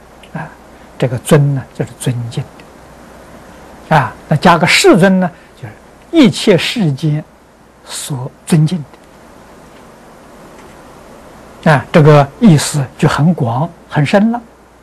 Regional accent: China; 说80年呢，我们中国人讲虚岁，80岁啊

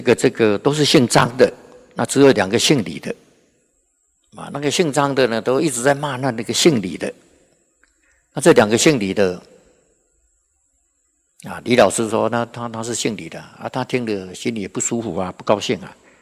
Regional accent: Taiwan; 那个老板呐，那听到我讲话的口音呐，是台湾话啊，那特别亲切，特别亲切啊

